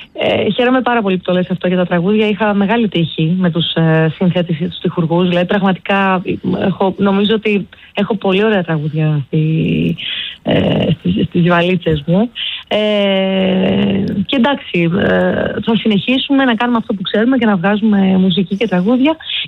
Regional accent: Drama, Eastern Macedonia and Thrace, Greece; now in Athens, Greece; Να σου πω ότι όταν κατέβηκα στην Αθήνα, επειδή εγώ ήρθα από τη Δράμα και η Αθήνα ήταν πολύ χαοτική

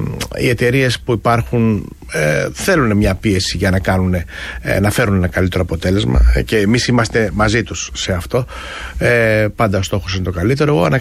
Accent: Chania, Crete, Greece; Α, και στην πατρίδα μου, μπράβο.

